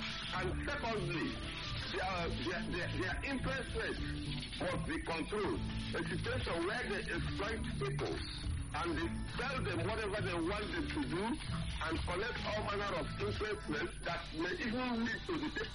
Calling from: Owerri, Imo, Nigeria; I'm calling from Owerri in Imo State.

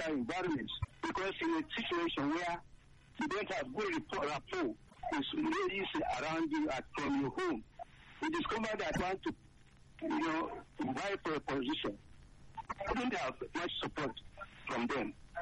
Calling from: Bida, Niger State, Nigeria; from Bida.

